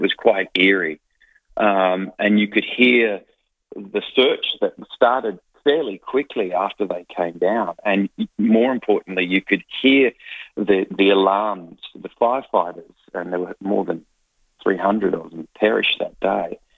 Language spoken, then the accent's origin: English; Bendigo, Victoria, Australia; I'm a boy from Bendigo.